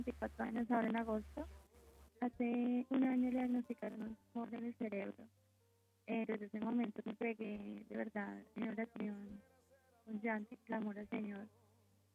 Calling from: Bogotá, Colombia; Estoy en el 20 de julio, aquí en Bogotá.

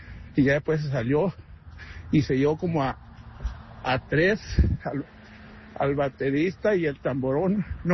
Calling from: Chicago, Illinois, United States; Porque yo soy aquí en Chicago

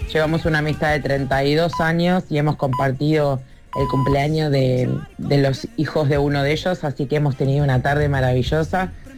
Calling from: Wilde, Buenos Aires Province, Argentina

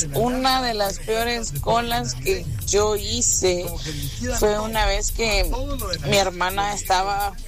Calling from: Guatemala; yo vivo en Vía Canal

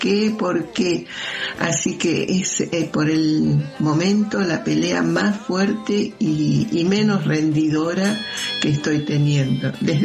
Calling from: Buenos Aires, Argentina; Hola, buen día. … de Devoto y les cuento que tengo una pelea permanente con este gobierno.

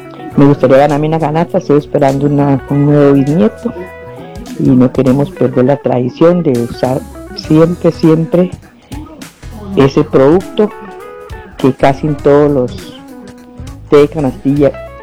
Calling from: Pavas, San José, Costa Rica

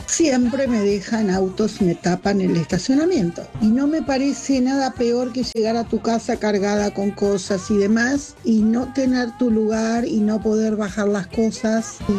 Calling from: Buenos Aires, Argentina; mi DNI termina en 663 y vivo en Devoto.

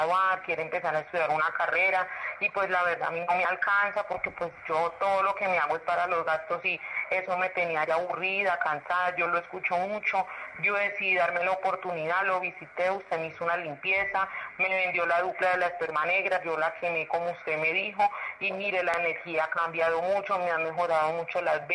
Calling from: Zipaquirá, Cundinamarca, Colombia; Desde acá, desde Zipaquirá.

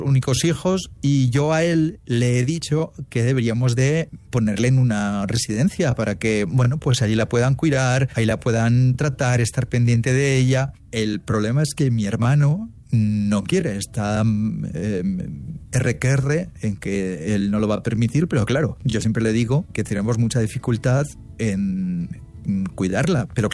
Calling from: Madrid, Community of Madrid, Spain; Yo vivo en Madrid

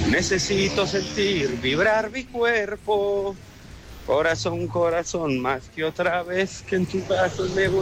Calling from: Colombia; reportando sintonía del barrio Buenos Aires.

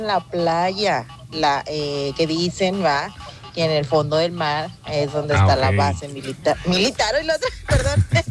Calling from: Tampico, Tamaulipas, Mexico; Mira, yo soy de Tampico.

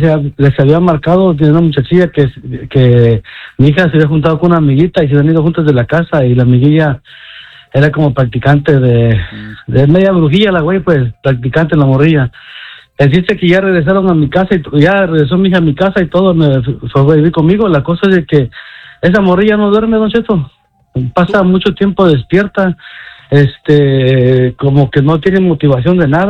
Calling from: Los Angeles, California, United States; en Los Ángeles.

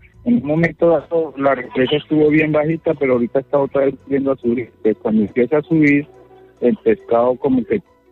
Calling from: Huila, Colombia; nosotros agremiamos a más de 7 asociaciones aquí en el centro del Huila.

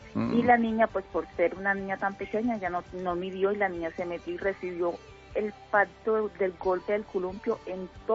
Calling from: Armenia, Quindío, Colombia; En la ciudad de Armenia

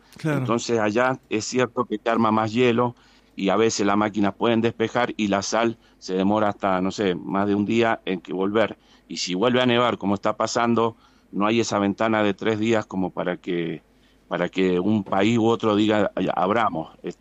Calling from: Mendoza, Argentina; Yo vivo en Mendoza

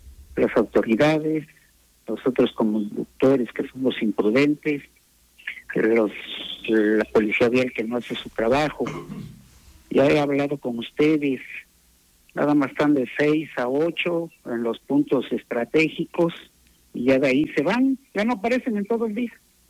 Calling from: Mexico; como mexicanos todo lo hacemos al trancazo.

